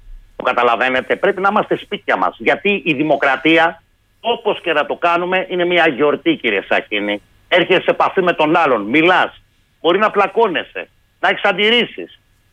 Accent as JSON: {"language": "Greek", "region": "Central Greece", "country": "Greece", "tie": "born or raised there", "also_born_or_lived": "Dafni-Ymittos, Athens", "moved": "yes", "said": "στο Δήμο Δάφνης Σιμητού, που ήμουνα επί 8 συναπτά έτη δημοτικός σύμβουλος, πριν πάω στην ιδιαίτερη πατρίδα μου την Εύβοια."}